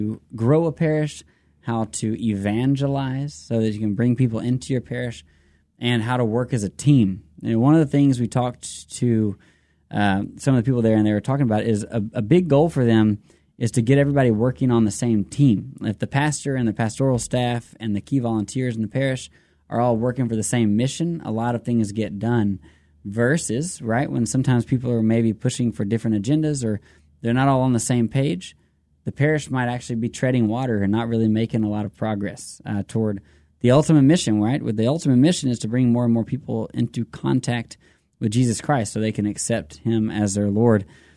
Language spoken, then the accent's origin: English; Lufkin, Texas, United States; my hometown pastor from Lufkin, Texas